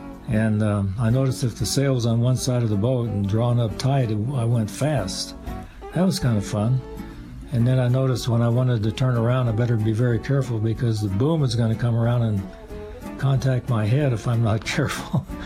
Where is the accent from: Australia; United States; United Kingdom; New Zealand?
United States; Kansas; now in Denver, United States; growing up in Kansas, you don't get a chance to sail a lot.